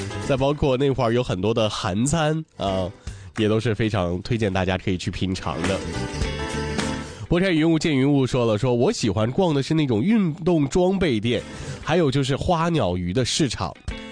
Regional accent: Dalian, Liaoning, China; 本地的呀，从小生活在咱们大连，但是可能你要是问我具体的话，我从小更多的时间，包括我上学是在开发区，

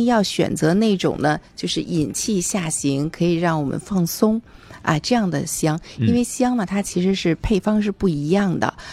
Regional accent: China; 它才是我们中国人所追求的。

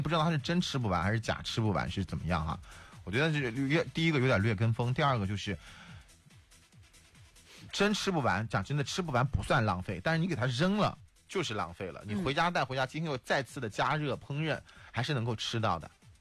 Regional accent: China

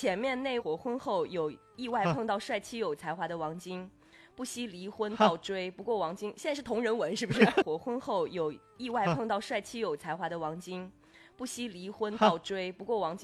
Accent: Jiangxi, China; 然后这是咱们江西人自己的购物商城。

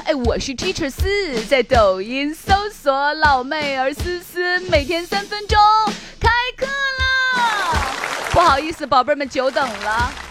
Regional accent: Shaanxi, China; 很多人他不会跟陌生人攀谈，我们陕西人会

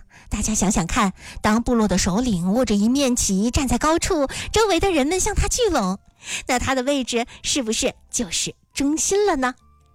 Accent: China; 就形成了我们中国人对于中正和谐理念的追求

